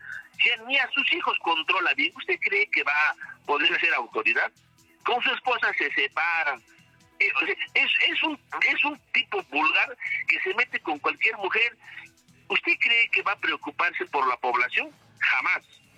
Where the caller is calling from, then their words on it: Acomayo, Rondocan district, Cusco, Peru; Yo soy Acomaíno, distrito de Rondoca.